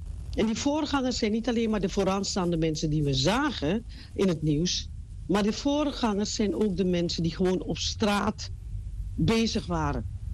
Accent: Paramaribo, Suriname; now in Netherlands; Ik ben geboren in Abrabroodje in Suriname. Ik kom uit een van de armste wijken van Paramaribo.

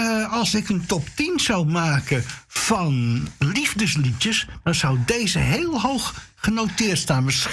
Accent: Amsterdam, North Holland, Netherlands; born there; mijn geboortestad.

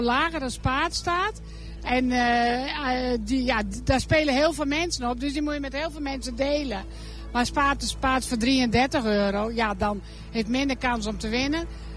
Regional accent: Wolvega, Friesland, Netherlands; Ja, ik kom origineel uit Wolvenga.

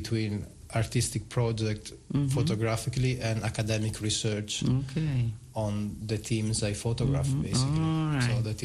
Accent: Italy; English is a second language; I originally come from Italy.

